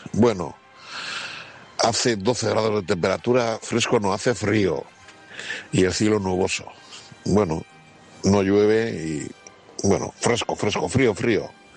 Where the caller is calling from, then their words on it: Urrugne, Nouvelle-Aquitaine, France; de Urruña. Hacía mucho tiempo que no llamaba. Bueno, estoy jubilado ya